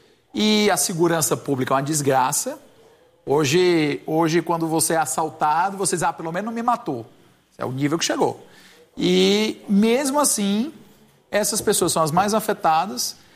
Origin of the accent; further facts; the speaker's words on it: Ceará, Brazil; Eu sou cearense, tá?